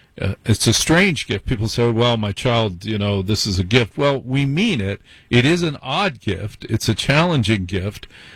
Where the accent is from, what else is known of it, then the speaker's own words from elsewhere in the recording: Maplewood, New Jersey, United States; I grew up in the hills. I grew up in the Maplewood area. Don't live there now